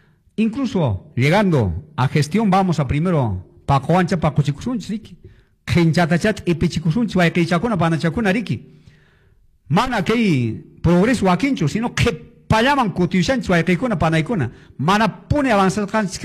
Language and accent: Spanish; Chumbivilcas, Cusco, Peru; mi pueblo, mi Chumivilcas